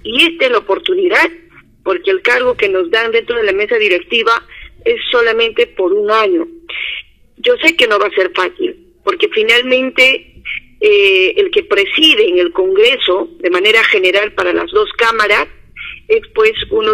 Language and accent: Spanish; Cusco, Peru; que nos beneficia para nosotros tener gas como cusqueños